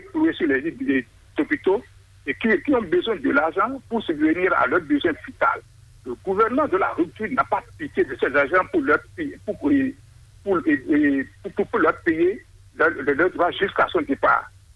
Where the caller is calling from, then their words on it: Atlantique, Benin; Je vous appelle depuis Womé.